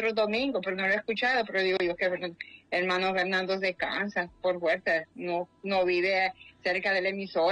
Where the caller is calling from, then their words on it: Danlí, El Paraíso, Honduras; Yo vivo adelante de Danlí, yendo para Santa María, por el lado de yendo para Patuca, ahí